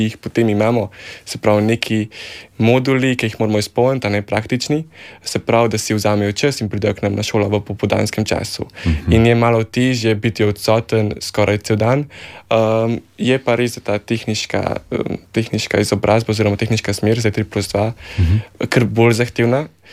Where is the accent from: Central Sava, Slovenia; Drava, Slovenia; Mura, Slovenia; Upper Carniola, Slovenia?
Upper Carniola, Slovenia; Kranj; ker sem iz Kranja, sem še vsem tišel v Ljubljano